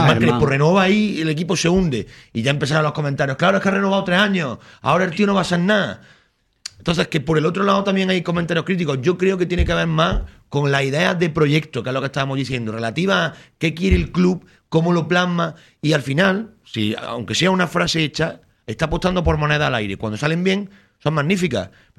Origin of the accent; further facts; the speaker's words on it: Córdoba, Andalusia, Spain; yo soy cordobés por encima de cordobesista